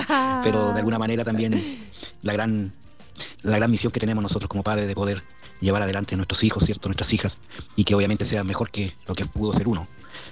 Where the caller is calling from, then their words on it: Biobío, Chile; desde la Isla Mocha, un fiel auditor que me conecta desde estos lugares a mi tierra.